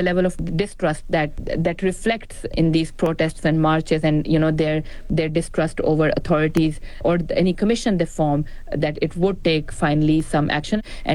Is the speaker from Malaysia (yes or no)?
no; Pakistan; I am a Pakistani national, but I work with the BBC, and it has always been very difficult for me to travel to Balochistan and work there.